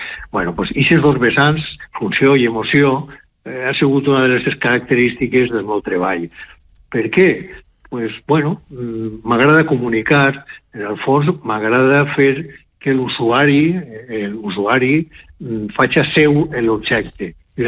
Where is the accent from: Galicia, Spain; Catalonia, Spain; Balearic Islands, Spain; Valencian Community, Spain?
Valencian Community, Spain; Burjassot; soc de Burjassot, poble de l'Horta Nord.